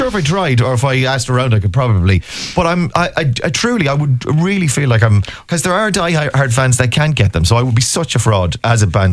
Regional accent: Mayo, Connacht, Ireland; I'm from Mayo.

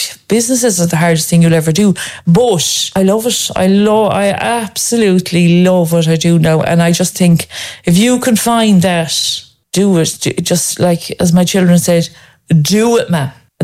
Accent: Ireland; I don't think we laugh enough as Irish people anyway.

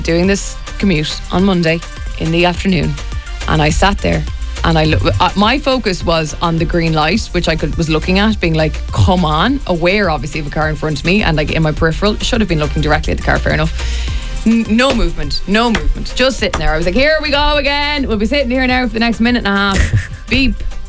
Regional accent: Ireland; as an Irish person.

